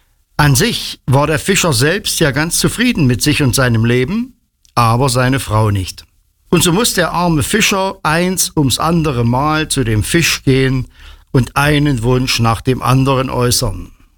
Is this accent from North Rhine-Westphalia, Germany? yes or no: no; Mansfeld, Saxony-Anhalt, Germany; ich komme aus Mansfeld.